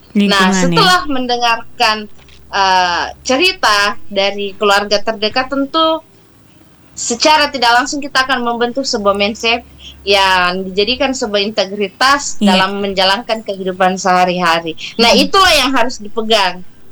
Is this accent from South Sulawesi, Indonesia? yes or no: yes; South Sulawesi, Indonesia; Nah, tentu sebagai anak Sulawesi Selatan harus berbangga dong dengan kebudayaan kita, khususnya di seni.